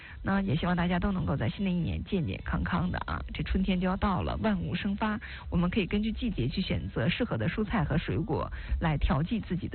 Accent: China; 我们中国人的智慧就藏在每一餐饭里

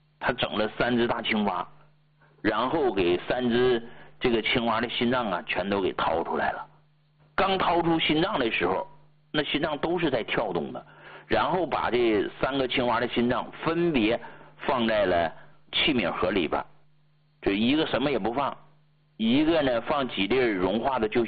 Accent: Heilongjiang, China; 你看我是东北人，黑龙江。对吧，咱们东北人，咱东北人心梗走的是最多的。

